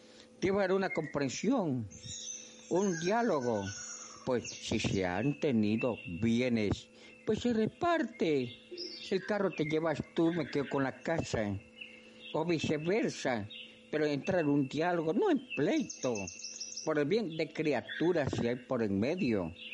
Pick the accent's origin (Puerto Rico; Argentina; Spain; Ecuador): Ecuador; Amazon; Yo soy orientano nativo, ecuatoriano. Soy ecuatoriano, compadrito, no confunda. No soy colombiano, no soy boliviano, no soy peruano. Soy ecuatoriano, compadrito.